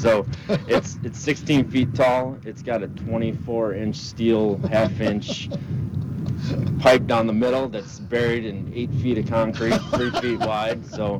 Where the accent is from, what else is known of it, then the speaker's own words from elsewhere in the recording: Plainfield, Illinois, United States; growing up in Plainfield on the gas station I grew up on was on 66